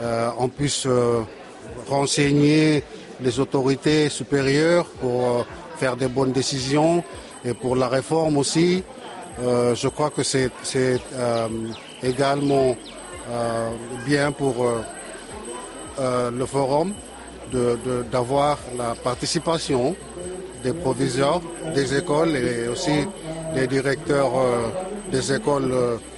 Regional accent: Pentecost, Penama, Vanuatu; je suis de Pentecôte, je suis non seulement bilingue, mais je parle beaucoup de langues, il y a aussi mon dialecte

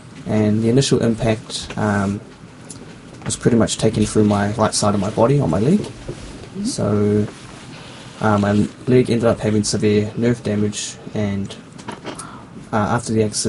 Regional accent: New Zealand; I'm a Paralympian from New Zealand

